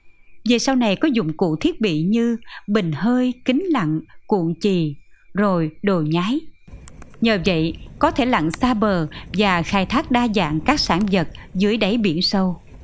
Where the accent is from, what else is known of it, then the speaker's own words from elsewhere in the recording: Hon Son island, Kien Giang, Vietnam; Du lịch Hòn Sơn phát triển nhanh chóng, lượt du khách đến hòn đảo quê tôi ngày càng tăng.